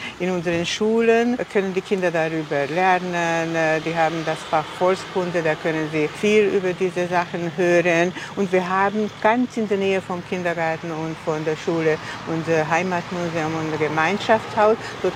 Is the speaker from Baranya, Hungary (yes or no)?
yes; Liptód, Baranya, Hungary; now in Bóly, Hungary; Ich stamme aus Liptod, aus Litauen. Ja, ein ganz kleines Dorf in der Pranau, aber nicht weit von hier. Und ich lebe seit Jahrzehnten, seit über 40 Jahren jetzt schon hier in Buhl.